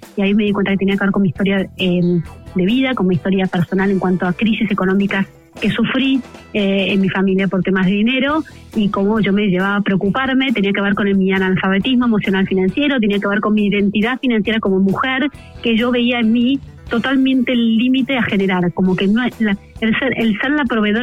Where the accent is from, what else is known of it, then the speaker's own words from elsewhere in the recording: Argentina; moved away as an adult; also born or lived in England / Chile; yo soy argentina, viví 9 años en Inglaterra y tuvimos a nuestros primeros 2 hijos, después en Chile